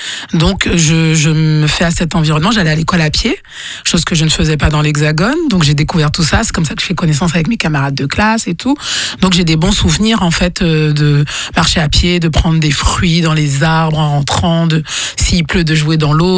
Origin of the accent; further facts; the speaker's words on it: Guadeloupe; je suis guadeloupéenne et j'ai quand même, même si c'est tout petit sur le planisphère, ben... J'en suis extrêmement fière.